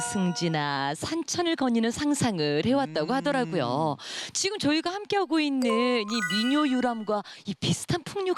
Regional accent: Jeolla, South Korea; 이제는 제 고향이기도 하지요이 전라도로

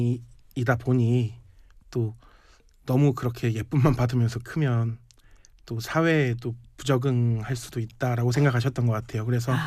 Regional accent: Namwon, North Jeolla, South Korea; also born or lived in Gwangju; 학창 시절을 네 중학교 때까지는 남원에서 네 학창 시절을 보냈었습니다.

